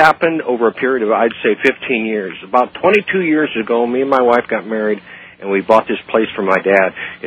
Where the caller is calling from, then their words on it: Bellevue, Nebraska, United States; I'm at Ground Zero, Bellevue, Nebraska.